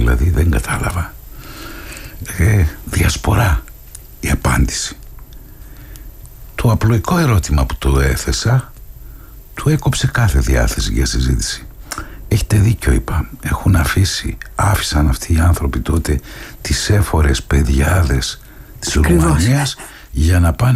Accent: Thessaloniki, Central Macedonia, Greece; από την ιδιαίτερη πατρίδα μου τη Θεσσαλονίκη

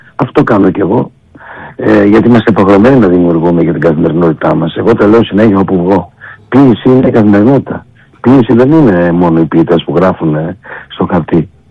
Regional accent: Greece; Είμαι ένας άνθρωπος που αισθάνομαι και Μακεδόνας, γιατί είμαι Έλληνας

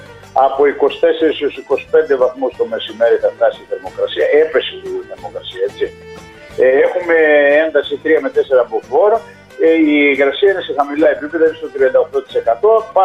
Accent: Greece; είναι το χωριό μου, το Μονοκάμπης

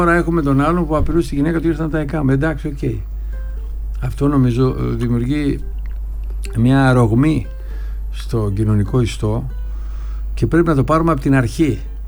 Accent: Karditsa, Thessaly, Greece; εγώ μεγάλωσα στην Καρδίτσα, φίλε. Όλοι γνωριζόμασταν.

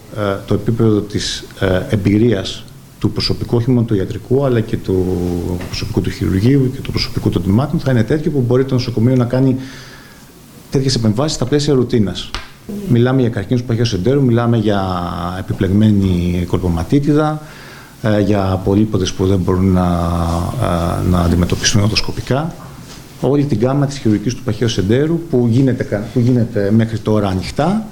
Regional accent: Lesbos, North Aegean, Greece; moved away; από την πατρίδα μου

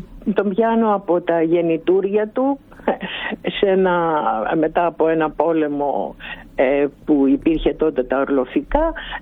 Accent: Istanbul, Turkey; και εγώ κατάγομαι από την Κωνσταντινούπολη

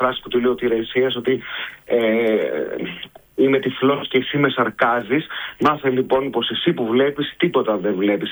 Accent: Thespies, Central Greece, Greece; επειδή εγώ είμαι από τις Θεσπίες στη Βόν και οπότε είμαι από εδώ

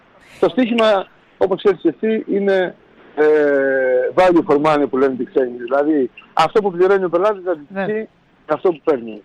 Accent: Greece; εμείς ως Έλληνες θα ανεχόμαστε γιατί είμαστε δίπλα από το σπίτι μας

